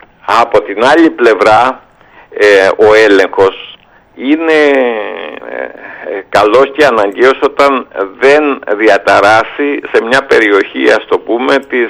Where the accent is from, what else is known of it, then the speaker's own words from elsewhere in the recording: Crete, Greece; born there; also born or lived in Chania; στην Κρήτη, στην πατρίδα μου, αλλά κυρίως στα Χανιά, όπου στα 14 μου χρόνια είδα τον κόσμο από ψηλά